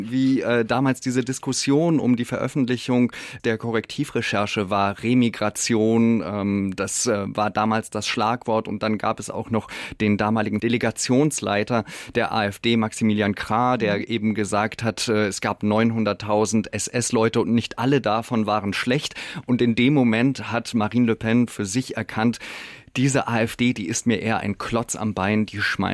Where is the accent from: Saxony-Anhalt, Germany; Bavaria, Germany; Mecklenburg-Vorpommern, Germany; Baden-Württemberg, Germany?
Bavaria, Germany; Also ich bin ja aus Bayern und ich kenne nur CSU-Regierungen.